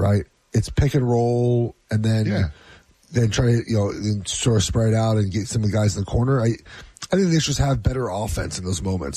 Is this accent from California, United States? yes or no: yes; California, United States; I drove along PCH every day for high school. I am definitely spoiled.